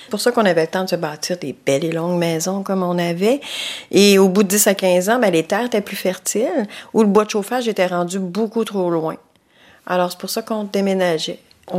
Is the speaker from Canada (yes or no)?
yes; Wendake, Quebec, Canada